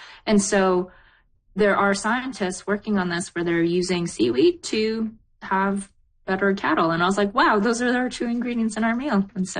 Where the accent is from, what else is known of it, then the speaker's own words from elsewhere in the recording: British Columbia, Canada; also born or lived in South Korea; Yeah, I was born in Korea, but I grew up outside of Vancouver.